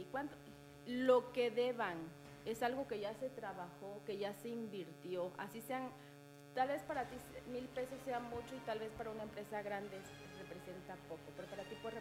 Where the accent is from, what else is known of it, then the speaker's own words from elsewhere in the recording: Campeche, Mexico; somos de comunidades, yo soy de Chetumul y ella de Sabancuy